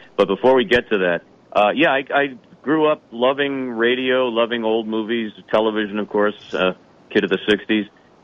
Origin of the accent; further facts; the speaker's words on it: Boston, Massachusetts, United States; being a Bostonian like you, Gare, I grew up idolizing WBZ personalities.